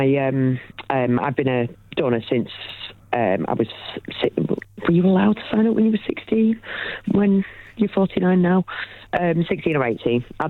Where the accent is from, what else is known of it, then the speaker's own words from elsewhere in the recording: the north of England, United Kingdom; I'm white, I'm Northern.